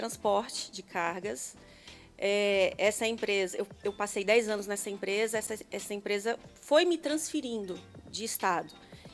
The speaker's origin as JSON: {"language": "Portuguese", "town": "Juazeiro do Norte", "region": "Ceará", "country": "Brazil", "tie": "born there", "also_born_or_lived": "Bahia", "moved": "yes", "said": "eu sou cearense de nascença."}